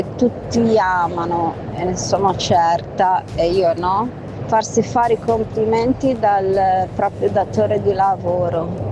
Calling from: Bologna, Emilia-Romagna, Italy; da Bologna.

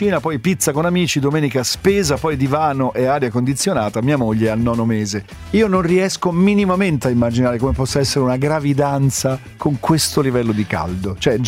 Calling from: Botricello, Calabria, Italy; sono di Botricello, provincia di Catanzaro.

